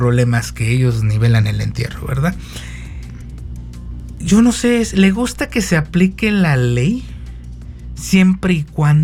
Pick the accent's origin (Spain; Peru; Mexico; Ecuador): Mexico